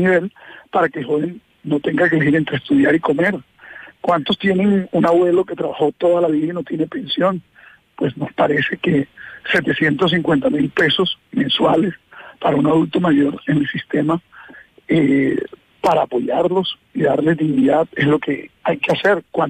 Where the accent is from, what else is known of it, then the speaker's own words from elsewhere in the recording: Caribbean Region, Colombia; somos del Caribe colombiano